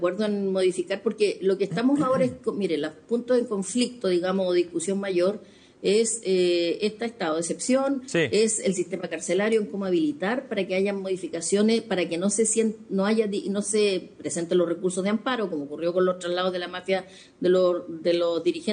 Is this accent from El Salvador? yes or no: no; Chile